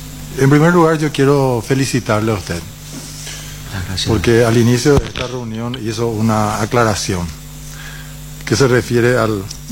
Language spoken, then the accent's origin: Spanish; Paraguay; yo aprecio mucho como paraguayo eso